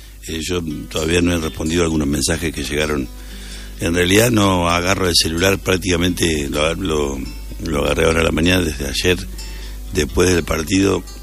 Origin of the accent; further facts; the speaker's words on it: Argentina; los argentinos somos así.